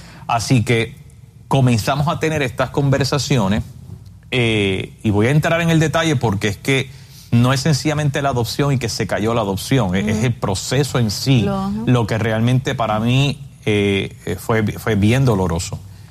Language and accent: Spanish; Puerto Rico; moved away; como los dos somos de Puerto Rico